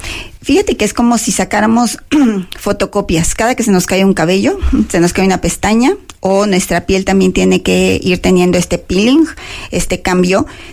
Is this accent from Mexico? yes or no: yes; Mexico; como mexicanos tenemos deficiencias de vitamina D